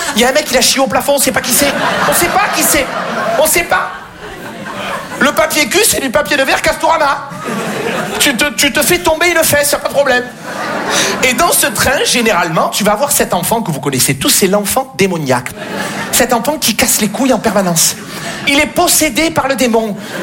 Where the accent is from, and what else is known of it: Marseille, Provence-Alpes-Côte d'Azur, France; born or raised there